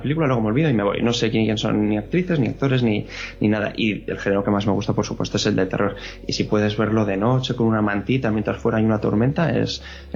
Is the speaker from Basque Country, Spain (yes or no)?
yes; Basque Country, Spain; es porque yo soy del País Vasco y ahí en esta comunidad autónoma hay una mitología muy rica, muy arcaica